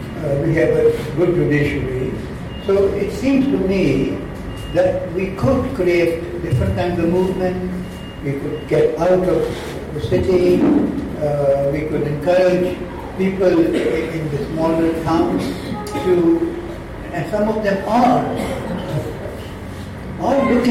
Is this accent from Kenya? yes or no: yes; Kenya; moved away as an adult